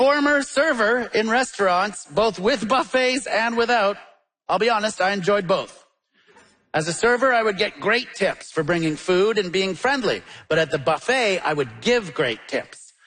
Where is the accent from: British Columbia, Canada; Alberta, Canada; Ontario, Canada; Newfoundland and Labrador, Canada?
Ontario, Canada; Toronto; we're here back in my hometown, Toronto, Ontario.